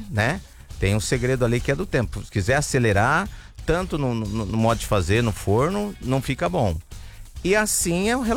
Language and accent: Portuguese; Paraná, Brazil; Não, sou paranaense.